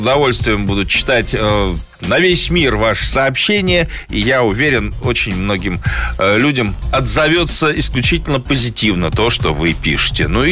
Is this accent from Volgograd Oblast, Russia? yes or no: yes; Volgograd, Volgograd Oblast, Russia; Это я вам как коренной волгоградец говорю.